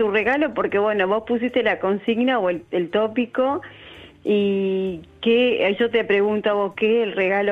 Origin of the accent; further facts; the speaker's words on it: Buenos Aires, Argentina; born there; compraba el regalo en Buenos Aires, porque yo soy nacida en Capital.